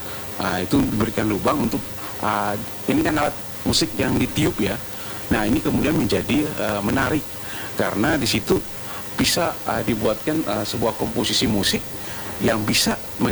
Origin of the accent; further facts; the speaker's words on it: Maluku, Indonesia; Tapi kemudian karena lokal jenisnya kita ya, orang Maluku, kemudian itu bisa dibuat menjadi salah satu alat musik tradisi.